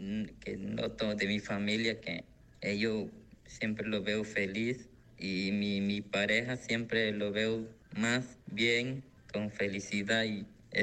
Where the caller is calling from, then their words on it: Herrera, Panama; Cerca de Chitré.